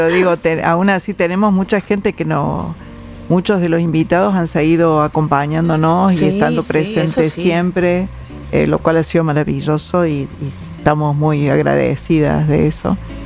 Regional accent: Traslasierra, Córdoba, Argentina; moved away as an adult; Yo nací en Córdoba y viví desde los 5 años hasta los 17 en Tras la Sierra.

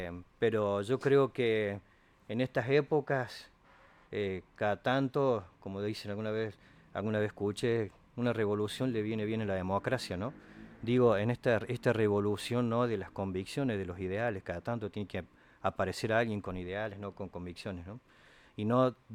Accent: Alta Gracia, Córdoba, Argentina; Nací acá, por supuesto, en Altagracia. Mis abuelos, mis bisabuelos, bueno, nosotros somos ascendientes indígenas.

